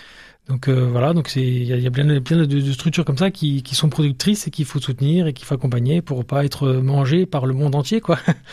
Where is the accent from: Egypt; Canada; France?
France; accent: French; Tout mon French accent qui déforme tout.